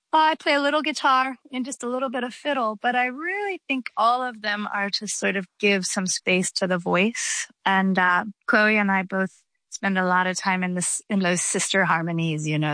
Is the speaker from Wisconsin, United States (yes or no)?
no; Georgia, United States; We grew up in Georgia, and our family, our godparents, our neighbors, our community are all very deeply connected to the folk music traditions of Georgia